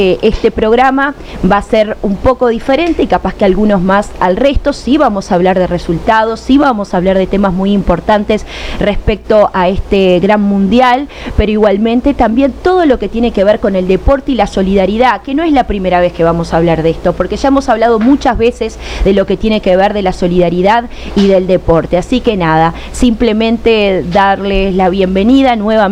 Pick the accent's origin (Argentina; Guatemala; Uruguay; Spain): Uruguay; moved away as an adult; now in Caracas, Venezuela; yo soy uruguaya y también una de mis compañeras, Janet, es ecuatoriana, estamos en Venezuela, estamos en Caracas